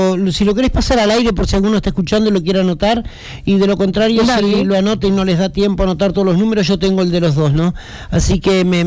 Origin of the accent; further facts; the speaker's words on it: Uruguay; Viste cómo somos los uruguayos